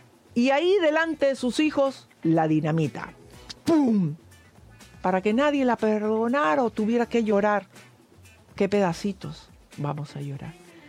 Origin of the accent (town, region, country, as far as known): Peru; moved away